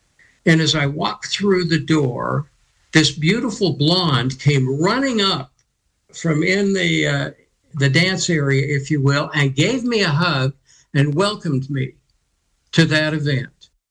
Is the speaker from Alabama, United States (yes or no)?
no; Salt Lake City, Utah, United States; Well, I'm from Salt Lake City, Utah. I was the oldest child of five.